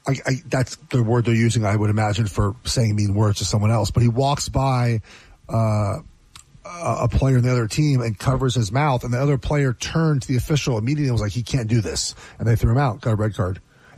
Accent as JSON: {"language": "English", "town": "Los Angeles", "region": "California", "country": "United States", "moved": "yes", "said": "I'm from Los Angeles. I don't live in LA anymore."}